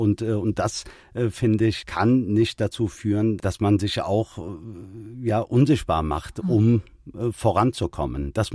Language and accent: German; Germany; Ich gehöre in diese Gesellschaft. Ich bin Deutscher, aber ich habe auch eine Identität. Ja, das kann die türkische, arabische, kurdische Identität sein.